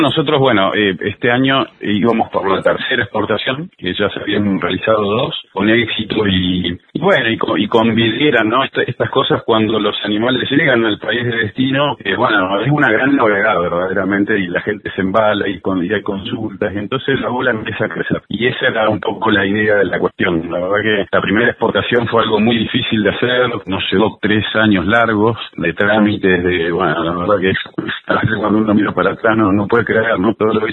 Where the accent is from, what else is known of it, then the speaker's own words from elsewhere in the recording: Chubut, Argentina; porque si bien somos patagónicos, honestamente Río Negro y Chubut no tenían mucha relación